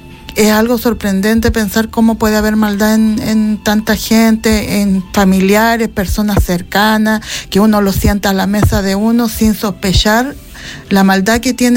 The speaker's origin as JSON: {"language": "Spanish", "town": "La Serena", "region": "Coquimbo", "country": "Chile", "said": "Bueno, yo soy de acá de La Serena y escuché a Don Juan en la radio."}